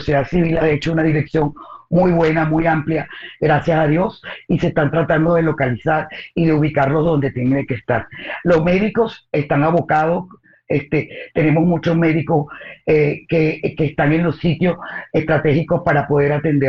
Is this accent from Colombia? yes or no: no; Venezuela; voy a hablarte como la mamá venezolana